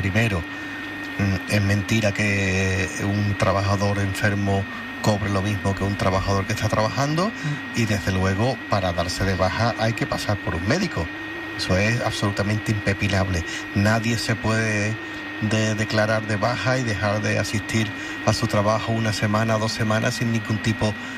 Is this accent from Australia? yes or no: no; Andalusia, Spain; Por la parte que a mí me toca como andaluz